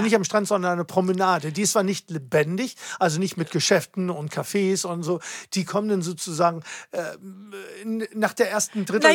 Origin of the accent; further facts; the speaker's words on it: Grado, Friuli-Venezia Giulia, Italy; Und was ja meine Heimat ist.